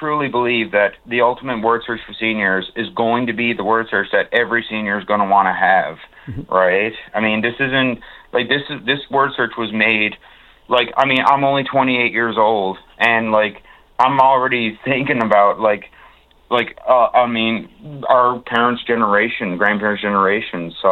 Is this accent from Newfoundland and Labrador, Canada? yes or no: yes; New Harbour, Newfoundland and Labrador, Canada; all of my memories growing up in New Harbor